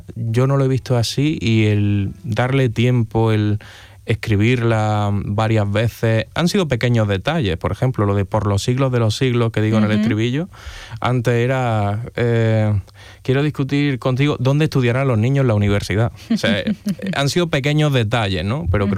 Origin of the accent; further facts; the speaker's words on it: Almería, Granada, Andalusia, Spain; Soy un enamorado de mi tierra, de Almería, de Granada, pero mi hogar es donde está mi gente